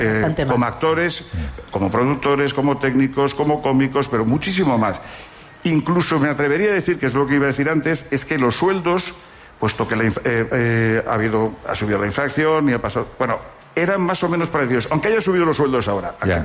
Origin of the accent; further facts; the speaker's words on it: Granadilla, Canary Islands, Spain; Que es que el antivirus está llegando a Canarias. Está llegando a mi pueblo. Yo soy de Granadilla.